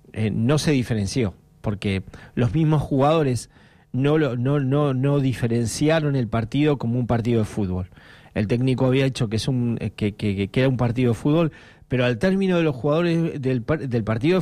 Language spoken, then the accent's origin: Spanish; Argentina; De cómo somos los argentinos.